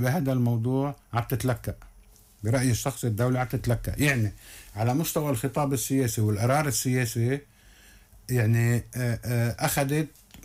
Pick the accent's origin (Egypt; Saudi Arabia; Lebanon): Lebanon; أنا ماني مضطر كلبناني